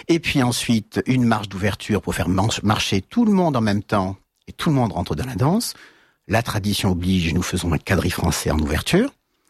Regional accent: France; Nous sommes français

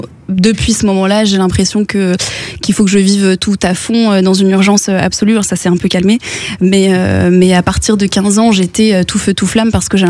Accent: Narbonne, Occitanie, France

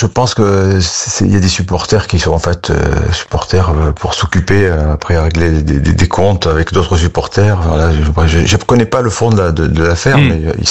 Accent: Nice, Provence-Alpes-Côte d'Azur, France; On est niçois, mais on souffre. On n'est pas à Paris.

